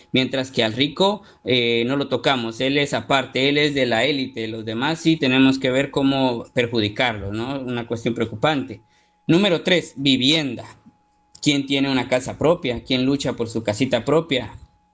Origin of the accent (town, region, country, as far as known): Guatemala